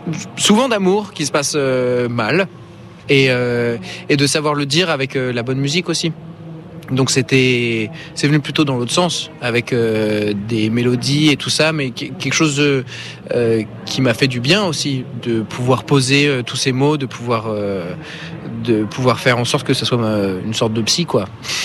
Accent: Strasbourg, Grand Est, France; on vient de Strasbourg.

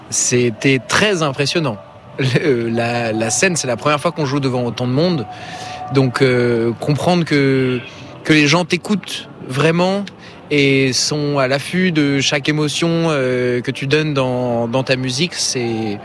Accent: Strasbourg, Grand Est, France; Donc, on vient de Strasbourg.

